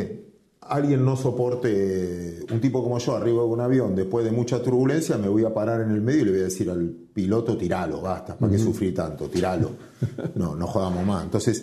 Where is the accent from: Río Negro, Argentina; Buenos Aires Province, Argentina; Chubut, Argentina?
Buenos Aires Province, Argentina; Mar del Plata; Yo soy de Mar del Plata